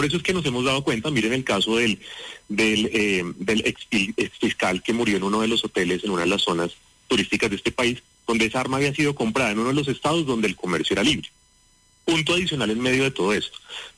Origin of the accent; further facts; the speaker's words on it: Colombia